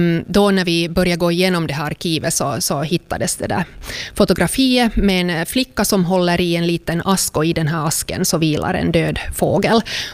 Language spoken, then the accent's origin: Swedish; Helsinki, Uusimaa, Finland; moved away as an adult; now in Raseborg, Finland; Jag är alltså uppvuxen i Helsingfors